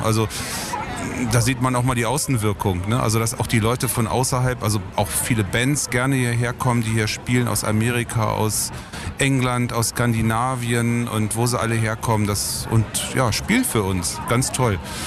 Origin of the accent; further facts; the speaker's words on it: Hildesheim, Lower Saxony, Germany; gebürtiger Hildesheimer eigentlich nicht, aber auf jeden Fall in Hildesheim aufgewachsen, zur Schule gegangen und von klein auf immer bei der Jazztime gewesen.